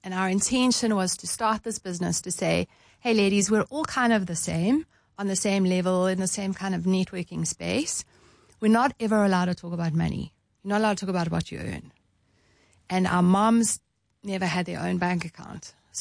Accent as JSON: {"language": "English", "country": "South Africa", "said": "we are proudly South African. We are so passionate about this country."}